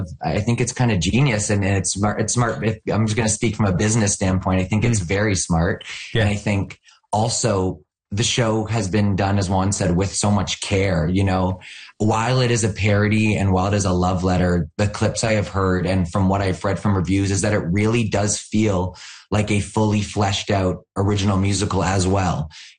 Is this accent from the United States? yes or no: no; Canada; And as a Canadian, how excited we get when we find out that someone's Canadian.